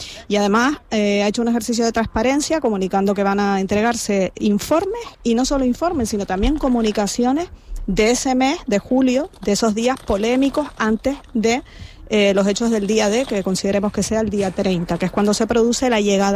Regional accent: Spain; con Ceuta estamos todos los que somos españoles, por lo menos españoles de bien

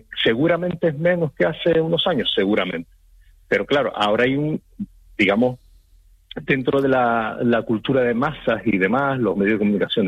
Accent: Canary Islands, Spain; tenemos un dialecto que es de resistencia, ¿no? Hay siempre que reivindicar que lo que yo decía antes, ¿no? Hablamos de que el dialecto canario es tan válido como los otros

